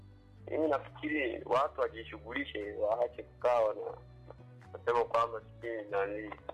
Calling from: Kisesa, Mwanza, Tanzania; napiga simu kutoka Kisesa Mwanza.

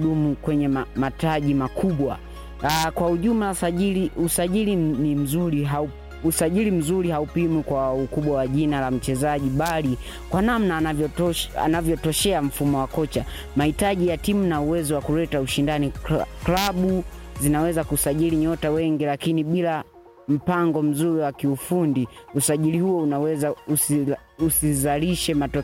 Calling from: Ifunda, Iringa, Tanzania; natokea mtaa wa Utulo, kata ya Ifunda.

